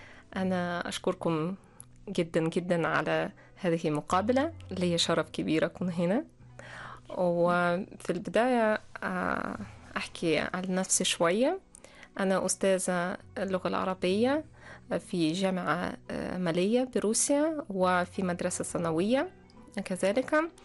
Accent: Russia; Arabic is a second language; عندنا في روسيا شعوب مختلفة، في كازان، في شيشان

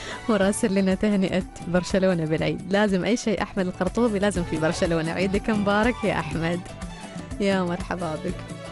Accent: Oman; بلدنا عمان

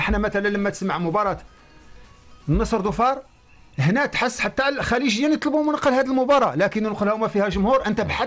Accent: Qatar; عندنا في قطر

